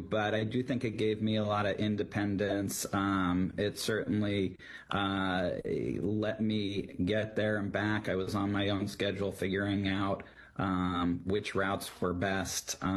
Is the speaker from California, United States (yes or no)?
yes; Los Angeles, California, United States; Yeah, I grew up in Los Angeles. I am the youngest of three.